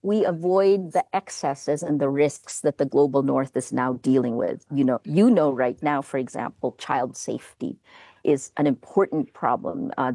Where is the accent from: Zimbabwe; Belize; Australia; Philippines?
Philippines